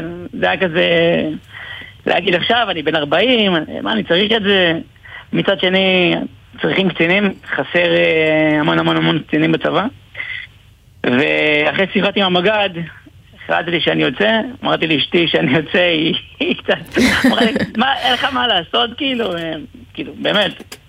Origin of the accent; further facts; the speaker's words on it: Lod, Central District, Israel; אז ככה, התחלתי בנחל. גדלתי בלוד.